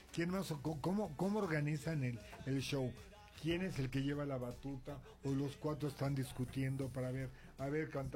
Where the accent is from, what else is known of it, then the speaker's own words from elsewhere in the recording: Mexico; yo como mexicano